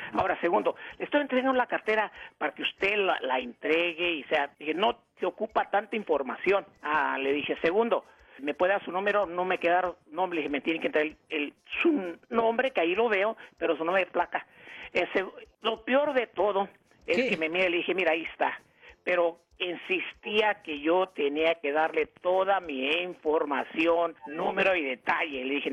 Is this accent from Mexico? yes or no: yes; Mexico; now in United States; soy mexicano a 100% y orgulloso de hablar el español. Hablo el inglés con mucho respeto.